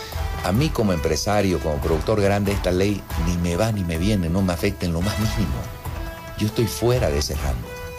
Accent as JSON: {"language": "Spanish", "region": "Santa Cruz", "country": "Bolivia", "said": "La CAO, te lo explico porque soy cruceño y conozco la CAO"}